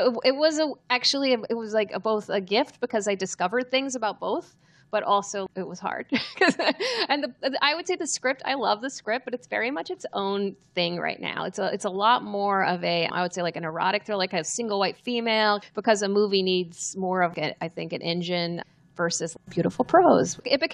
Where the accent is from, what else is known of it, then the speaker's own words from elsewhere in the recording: Texas, United States; I'm from Texas.